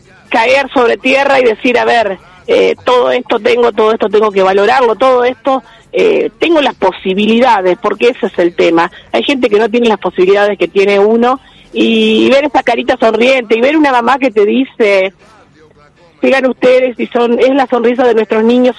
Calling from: Argentina

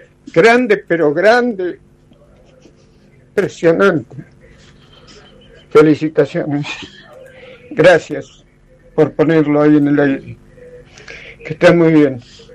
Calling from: Esperanza, Santa Fe, Argentina; de Esperanza.

